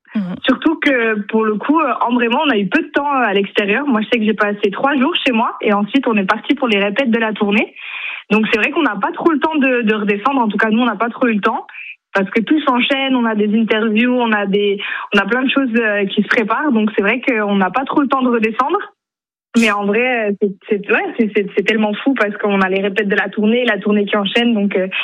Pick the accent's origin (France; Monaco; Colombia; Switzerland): Switzerland; Moi, pour le coup, vu que je suis suisse, je ne connaissais pas trop cet endroit.